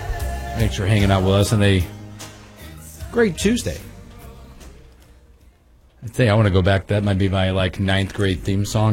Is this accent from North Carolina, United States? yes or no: yes; North Carolina, United States; So just giving my age a little bit back growing up in North Carolina.